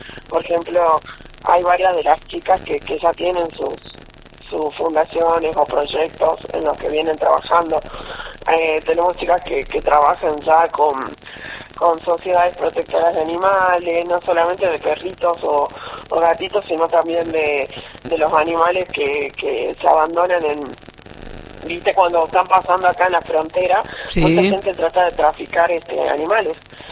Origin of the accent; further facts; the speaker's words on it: Salta, Argentina; yo soy orgullosísima de Salta, con todas sus localidades